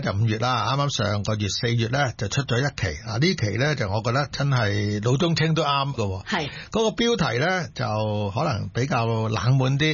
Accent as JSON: {"language": "Cantonese", "country": "Hong Kong", "said": "我哋香港人特别都市人"}